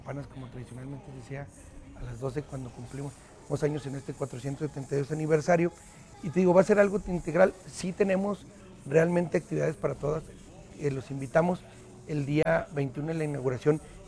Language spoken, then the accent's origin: Spanish; Fresnillo, Zacatecas, Mexico; Él te puede asegurar que somos de Fresnillo.